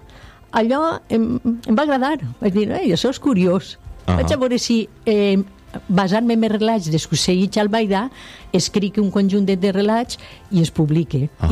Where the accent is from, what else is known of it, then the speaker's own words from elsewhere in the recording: Valencian Community, Spain; encara que l'home era valencià i nosaltres som valencians